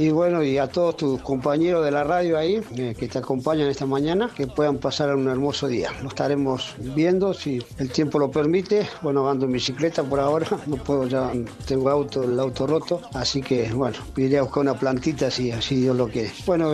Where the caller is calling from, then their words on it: Puerto Madryn, Chubut, Argentina; Te comento que, bueno, realmente soy un madrileño más. Ahora el 9 de septiembre de este año voy a cumplir 50 años acá en Puerto Madryn.